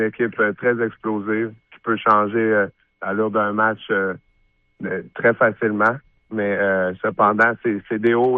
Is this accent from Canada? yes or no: yes; Quebec, Canada; Je reste un honneur pour moi de pouvoir être ici à Québec en tant que Québécois